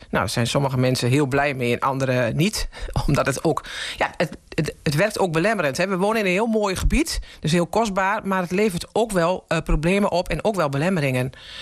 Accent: Gelderland, Netherlands; born there; moved away as an adult; now in Paasloo, Netherlands; Nou, ik ben ongeveer geboren op de Duitse grens, dus echt helemaal in de Achterhoek.

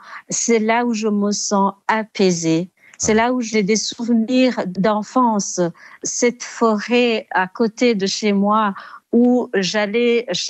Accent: Burundi; born or raised there; moved away

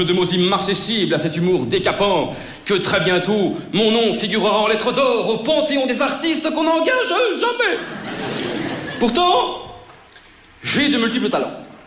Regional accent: Brussels, Belgium; born there; je suis né à Bruxelles, je suis un humoriste belge particulièrement méconnu.

